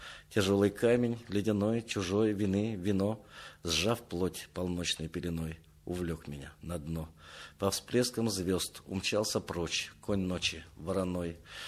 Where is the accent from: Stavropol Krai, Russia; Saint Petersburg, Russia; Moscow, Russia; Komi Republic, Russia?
Komi Republic, Russia; Ust-Tsilma; also born or lived in Ivanovo / Vychegda area; Я родился в Иваново. Но я Иваново никогда, там был очень маленьким. Мама увезла с севера для того, чтобы родить в тепле и вернуть назад в Усть-Цельму.